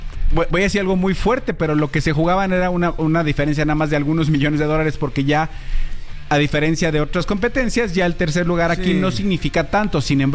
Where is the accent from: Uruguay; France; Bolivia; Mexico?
Mexico; para como mexicano, después de Haaland, creo que Bellingham fue el jugador que se ganó sí.